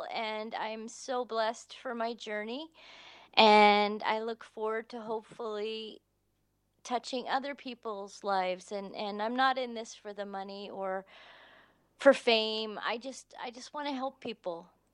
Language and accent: English; Prince George, British Columbia, Canada; now in United States; I grew up just outside Prince George, British Columbia in Canada. I currently live just outside New York City in the United States.